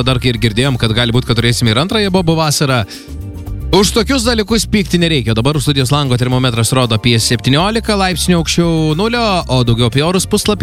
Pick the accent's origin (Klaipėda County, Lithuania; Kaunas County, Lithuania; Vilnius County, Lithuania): Klaipėda County, Lithuania; Klaipėda; Klaipėda, žinokit, atvažiavę, nepajusi tokios dienos, kad būtų be vėjo. Nes jeigu išeini į miestą ir nėra, vat, pavyzdžiui, vėjo, mes, klaipėdiečiai, sakom, kad kažko šiandien trūksta.